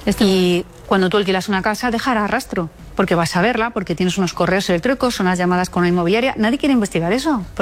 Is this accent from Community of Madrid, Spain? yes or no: yes; Community of Madrid, Spain; como cualquier madrileño, he buscado por internet.